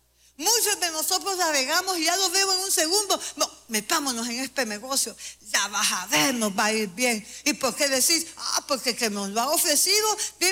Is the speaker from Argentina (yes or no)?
no; El Salvador; Así somos nosotros salvadoreños.